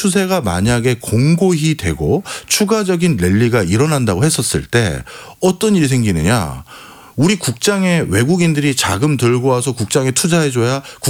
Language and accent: Korean; South Korea; 저는 한국 사람이기 때문에 또 앞으로도 평생 한국 사람으로 살 것이기 때문에